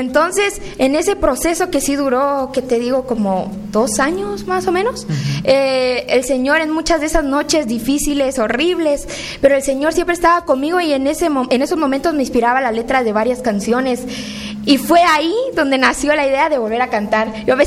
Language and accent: Spanish; Huehuetenango, Guatemala; Soy una cantante huehueteca que hace música para el Señor.